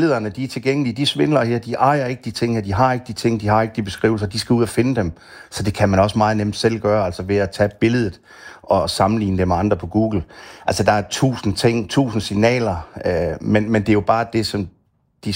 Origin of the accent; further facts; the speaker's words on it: Funen, Region of Southern Denmark, Denmark; nu er jeg jo fynbo.